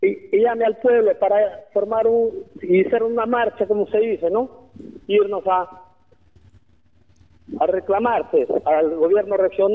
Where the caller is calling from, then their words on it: Olmos, Lambayeque, Peru; todo mi pueblo, hermano, de Olmos y de mi centro poblado Corral de Arena